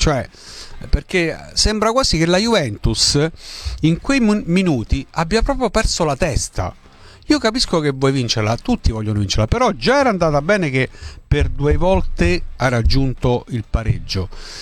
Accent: Abruzzo, Italy; io sono nato e cresciuto in Abruzzo, quindi già un po' diverso il discorso

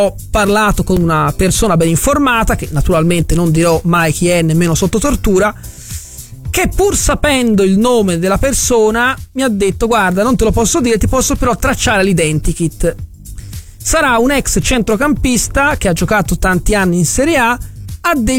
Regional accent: Florence, Tuscany, Italy; in quanto fiorentini e toscani

